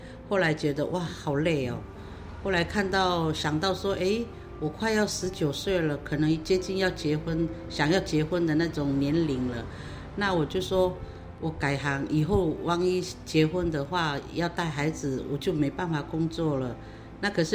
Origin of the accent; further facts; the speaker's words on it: Taitung County, Taiwan; now in Taipei, Taiwan; 我是台东延平乡永康村， … 来台北已经将近40年